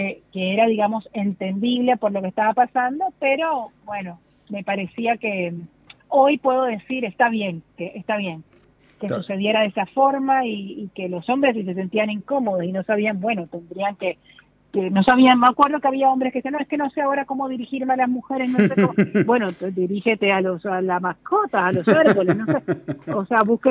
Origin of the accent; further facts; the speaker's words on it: Caribbean Region, Colombia; mujeres que o trabajaron en mi casa de chica, que en Colombia eso también era bastante, o es, en el Caribe sobre todo